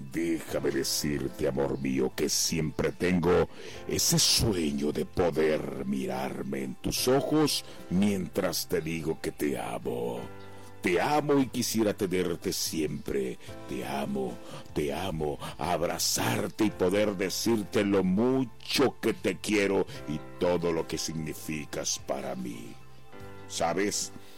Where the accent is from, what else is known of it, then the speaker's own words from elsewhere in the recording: Bahía de Banderas, Nayarit, Mexico; yo soy de Bahía de Banderas